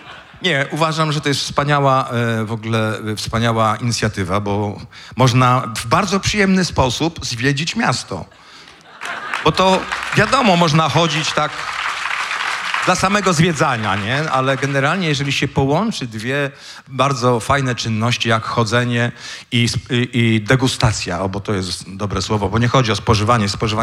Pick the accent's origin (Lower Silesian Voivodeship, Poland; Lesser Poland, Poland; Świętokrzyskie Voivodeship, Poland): Lower Silesian Voivodeship, Poland; Lubin; bo ja w ogóle nie jestem z Zielonej Góry. Ja wagarowałem w Lubinie.